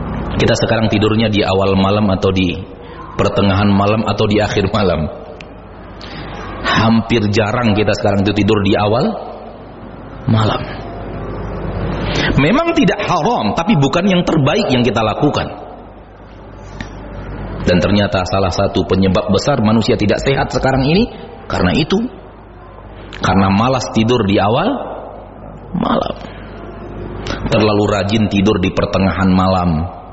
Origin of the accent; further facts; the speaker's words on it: Pekanbaru, Riau, Indonesia; also born or lived in Bukittinggi, West Sumatra; Saya orang Bukit Tinggi, walaupun besar di Pekanbaru.